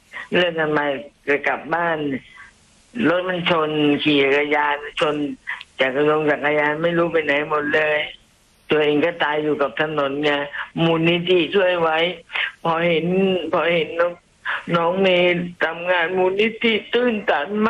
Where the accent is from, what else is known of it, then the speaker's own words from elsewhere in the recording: Nakhon Sawan, Thailand; ้จังหวัดนครสวรรค์อำเภอเมืองตลาดปากน้ำโพค่ะ